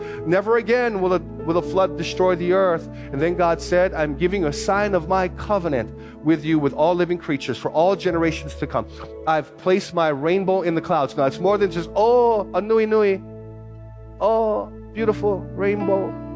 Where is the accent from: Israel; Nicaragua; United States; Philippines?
Philippines; I'm Filipino. I can do that. Okay? So my Filipino grandmother up there.